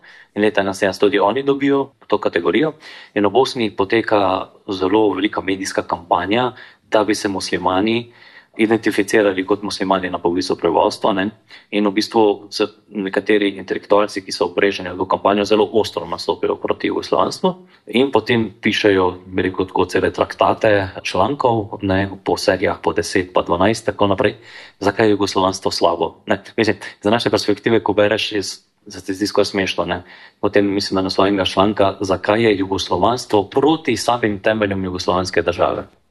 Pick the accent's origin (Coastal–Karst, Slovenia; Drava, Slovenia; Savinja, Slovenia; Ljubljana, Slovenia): Savinja, Slovenia; Šmartno ob Paki; vem pa, naprimer, zgodbo iz mojega rojstnega kraja, se pravi na Šmartno opaki